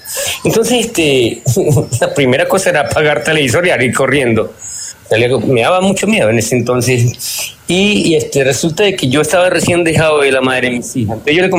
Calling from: Cali, Valle del Cauca, Colombia; estoy llamando desde Cali

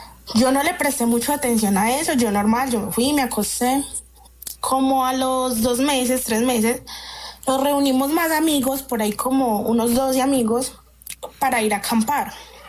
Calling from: Medellín, Antioquia, Colombia; Desde la ciudad de Medellín.

